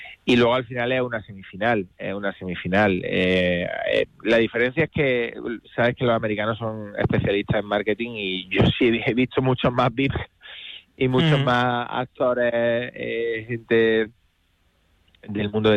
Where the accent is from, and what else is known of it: Spain